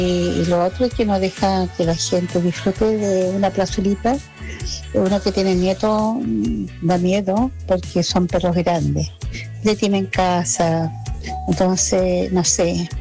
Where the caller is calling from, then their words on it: Chile; Soy vecina acá de la Villa Almagro